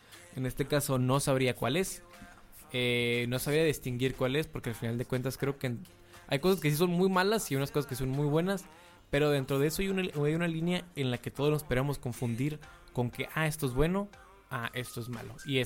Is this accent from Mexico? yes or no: yes; Mexico; todo lo que nos une como buenos mexicanos